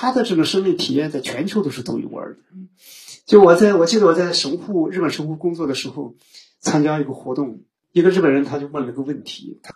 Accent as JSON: {"language": "Chinese", "country": "China", "tie": "born there", "said": "我说我出生在中国比你幸福太多。"}